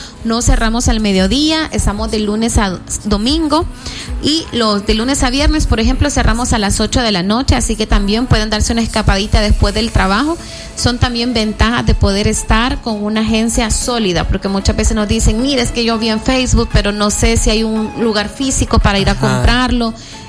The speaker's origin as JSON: {"language": "Spanish", "country": "El Salvador", "said": "nuestro pasaporte vigente como salvadoreños"}